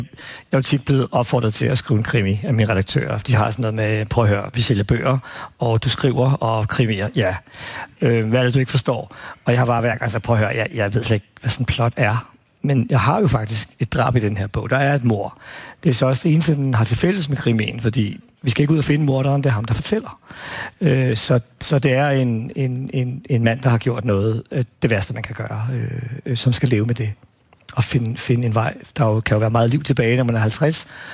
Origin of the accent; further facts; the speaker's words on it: Albertslund, Capital Region of Denmark, Denmark; jeg er jo vokset op, jeg er sådan lidt arveligt belastet, fordi at jeg voksede op i Appelslund, hvor vi havde to fængsler.